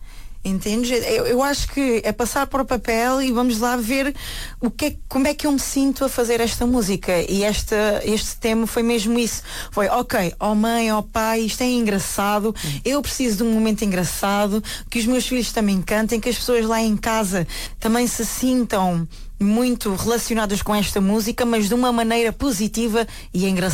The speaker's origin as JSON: {"language": "Portuguese", "town": "Ferreira do Alentejo", "region": "Alentejo", "country": "Portugal", "tie": "born or raised there", "said": "o pessoal também de Ferreira do Alentejo, que foi o sítio onde eu cresci, também me chama"}